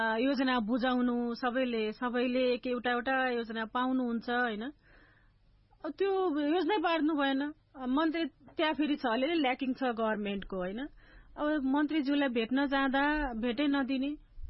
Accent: Madhesh Province, Nepal; हाम्रो सबै मधेसको घरमा कुलदेवताको स्थापना भएको हुन्छ।

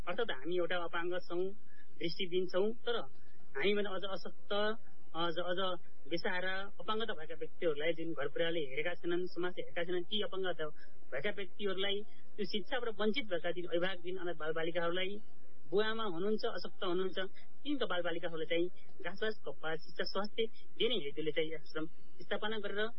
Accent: Rolpa District, Lumbini Province, Nepal; born there; now in Tilottama, Nepal; रोल्पा जिल्लाको लुङ्गरी गाउँपालिका ward number 1 पाङ भन्ने ठाउँमा 2054 जन्मभएको मेरो

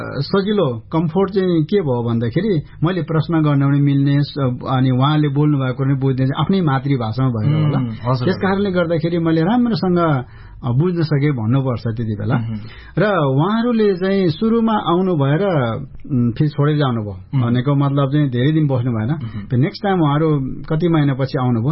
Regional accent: Lamjung District, Gandaki Province, Nepal; Nepali is a second language; मेरो जन्म लमजुङ जिल्लाको त्यति बेलाको नौथर गाविसमा वडा नम्बर 2 बाँसपोड गाउँ भन्छ, त्यहाँ मेरो जन्म भएको हो र म त्यहाँ हुर्केको हुँ।

